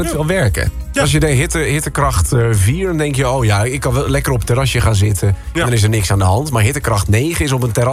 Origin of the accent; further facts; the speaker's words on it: Netherlands; Kijk, als Nederlanders zijn wij hartstikke voorspelbaar, natuurlijk.